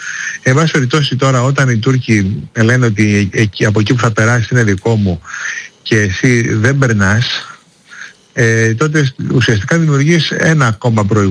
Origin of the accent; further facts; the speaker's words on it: Greece; Εγώ τουλάχιστον ως Έλληνας